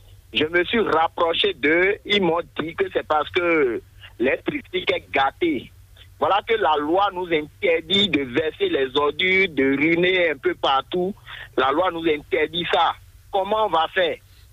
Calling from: Atlantique, Benin; Je vous appelle depuis Rébier.

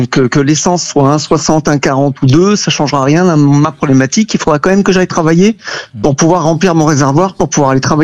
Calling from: Huesca, Aragon, Spain; Je suis parti de Toulouse samedi dernier. Je vous appelle de Huesca en Espagne.

